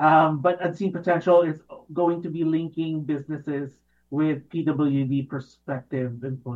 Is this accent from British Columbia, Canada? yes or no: yes; Richmond, British Columbia, Canada; I grew up in Richmond.